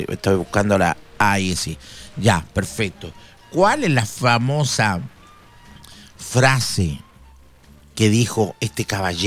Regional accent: Chile; grande en nuestro país

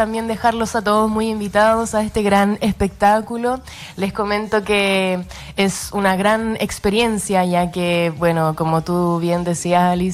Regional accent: Santiago, Santiago Metropolitan Region, Chile; soy de Santiago.

